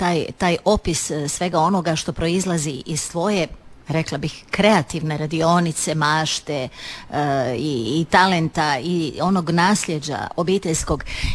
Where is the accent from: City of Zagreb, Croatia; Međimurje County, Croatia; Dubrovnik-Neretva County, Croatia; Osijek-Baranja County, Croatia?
Dubrovnik-Neretva County, Croatia; Dubrovnik; Ja sam sugrađanin, ja sam iz Dubrovnika, jeli? Ali ja sam pilar.